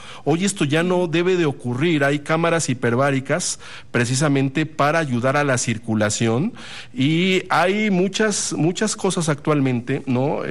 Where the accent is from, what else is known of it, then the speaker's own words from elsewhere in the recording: Mexico; los mexicanos, por cuestión genética, somos más propensos a la diabetes, ¿no? Nuestra carga de genética indígena, ¿no? Tal vez española también